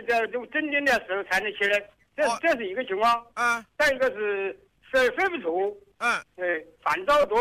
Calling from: Yingcheng, Hubei, China; 我应城人噻。

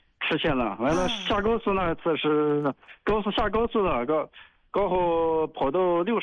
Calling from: Xinjiang, China; 就新疆的，新疆的。

